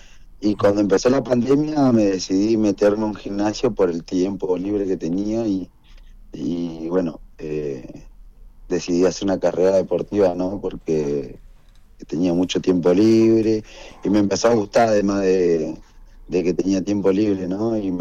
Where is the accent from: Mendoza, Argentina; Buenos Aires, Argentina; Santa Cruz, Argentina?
Santa Cruz, Argentina; El Calafate; born there; estoy radicado, vivo de los 8 años, tengo 26 años y de los 8 años que vine a...